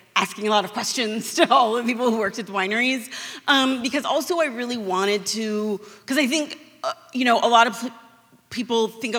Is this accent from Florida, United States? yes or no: no; California, United States; but also I grew up in California